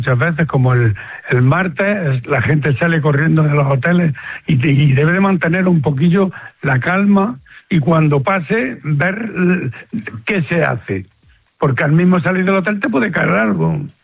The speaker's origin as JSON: {"language": "Spanish", "town": "Granada", "region": "Andalusia", "country": "Spain", "said": "los primeros asustados somos los granadinos"}